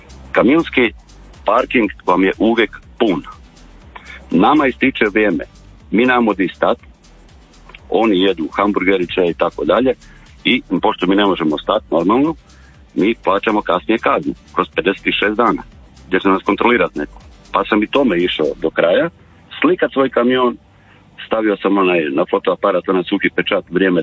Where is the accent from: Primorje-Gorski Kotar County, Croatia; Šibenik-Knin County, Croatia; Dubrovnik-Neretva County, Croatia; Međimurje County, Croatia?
Primorje-Gorski Kotar County, Croatia; Rijeka; iz Rijeke sam, vozim u Zagreb za zagrebačku tvrtku